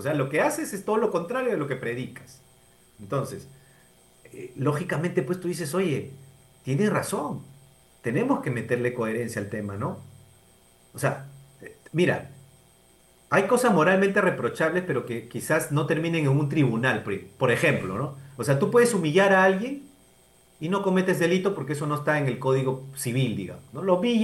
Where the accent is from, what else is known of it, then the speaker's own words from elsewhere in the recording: Peru; nos ha hecho daño como sociedad peruana